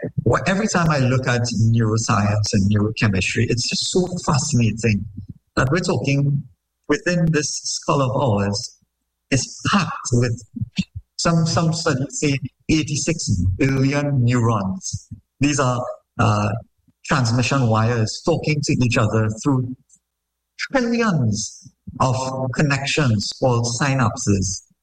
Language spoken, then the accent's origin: English; South Trinidad, Trinidad & Tobago; folks I even know as a family or friends growing up in South Trinidad